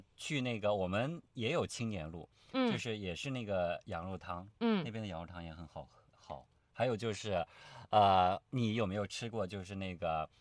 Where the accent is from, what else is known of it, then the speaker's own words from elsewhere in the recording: Xinyi, Jiangsu, China; 我的家乡徐州，来到我长大的地方新沂